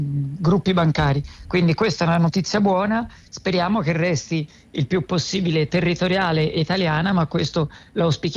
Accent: Tuscany, Italy; da toscano e da italiano

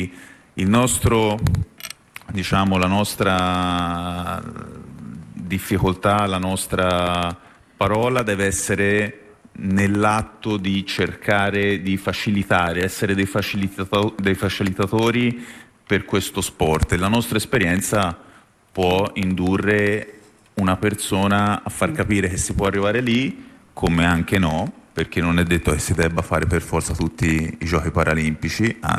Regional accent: Florence, Tuscany, Italy; Io sono di Firenze, la neve a Firenze non la vediamo ante 2010

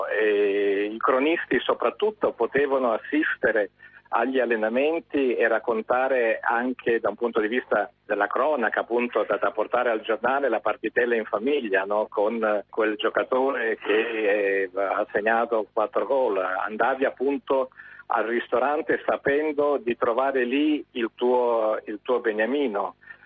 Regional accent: Brazil; moved away; da bambino in Brasile tifavo per il Palmeiras

